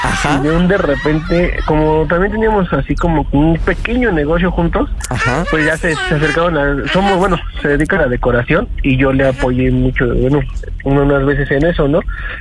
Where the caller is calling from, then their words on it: Venustiano Carranza, Mexico City, Mexico; De Venustiano Carranza, 33 años. Próximo a cumplir 34.